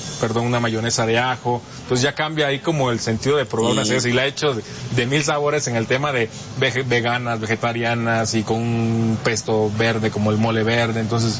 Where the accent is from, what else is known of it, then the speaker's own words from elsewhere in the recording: Santa María Huatulco, Oaxaca, Mexico; moved away as an adult; now in Oaxaca, Mexico; Yo soy de la costa, soy de Huatulco, Santa María Huatulco. Entonces me vine a estudiar a Oaxaca, terminé mi licenciatura acá, me quedé a trabajar